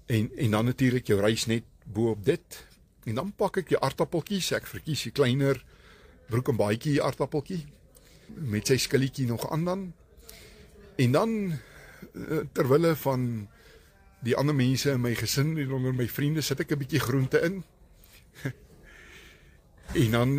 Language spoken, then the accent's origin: Afrikaans; Limpopo, South Africa; As 'n rou transvaler, ek is uit Limpopo stof gemaak.